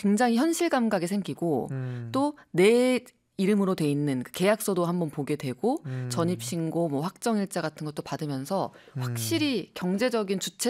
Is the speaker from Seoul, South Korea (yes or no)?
yes; Seoul, South Korea; 저는 서울에 부모님이 아직도 살고 계시고 저도 예. 서울에서 나고 자랐는데